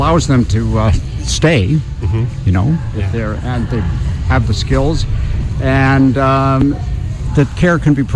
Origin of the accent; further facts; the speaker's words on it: Ancaster, Ontario, Canada; moved away as an adult; also born or lived in Toronto / London, Ontario; now in Goderich, Canada; I grew up in Ancaster, which was a pretty small area at that time.